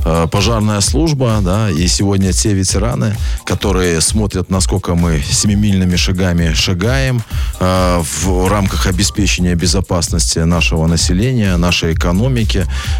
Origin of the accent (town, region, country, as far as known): Belarus